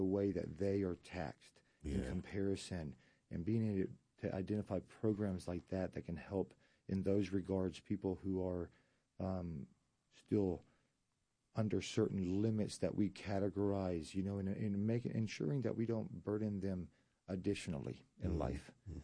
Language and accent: English; Argentina; moved away as an adult; I grew up in Argentina. Spent my first 21 years of life pretty much were there.